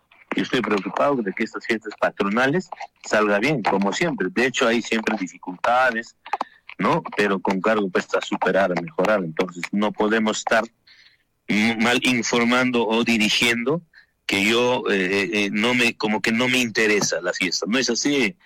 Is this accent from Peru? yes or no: yes; Peru; yo soy peruano, tengo todo el derecho y el perfil de trabajar.